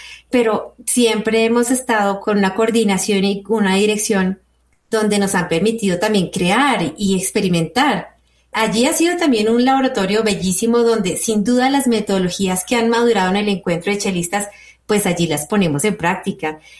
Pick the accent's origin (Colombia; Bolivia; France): Colombia; es súper bonito de ver cómo hay una identidad como colombianos en los repertorios